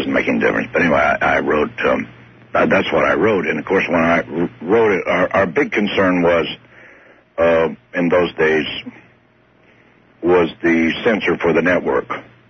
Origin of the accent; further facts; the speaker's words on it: the South, United States; I said, you know, I'm a Southerner. I say N and end the same way.